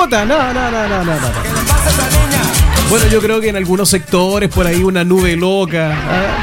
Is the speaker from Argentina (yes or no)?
no; Chile; Soy chileno